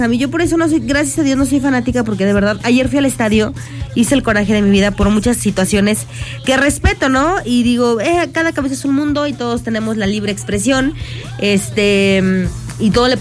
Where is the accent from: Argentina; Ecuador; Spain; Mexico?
Argentina; Sí, es que soy argentina, ya que...